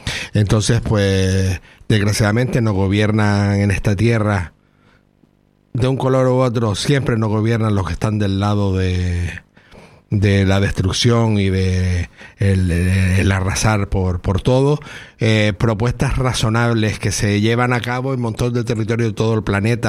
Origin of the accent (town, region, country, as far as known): Canary Islands, Spain